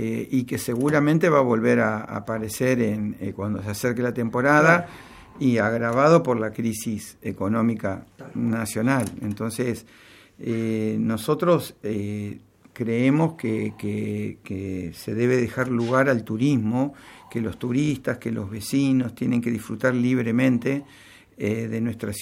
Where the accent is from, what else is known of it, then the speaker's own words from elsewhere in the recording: Necochea, Buenos Aires Province, Argentina; Yo soy del Partido Peronista, soy el presidente del Partido Justicialista, pero sobre todo soy necochense, ¿no? Soy habitante del distrito.